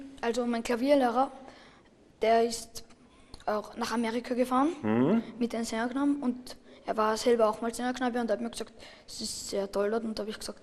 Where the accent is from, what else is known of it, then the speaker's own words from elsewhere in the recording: Vienna, Austria; bin Wiener und bin 11 Jahre alt.